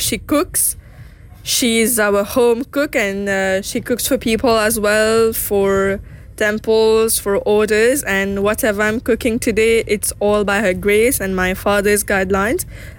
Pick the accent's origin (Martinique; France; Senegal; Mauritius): Mauritius; Et le chef, il vient du Philippines et moi, je suis mauricienne, alors...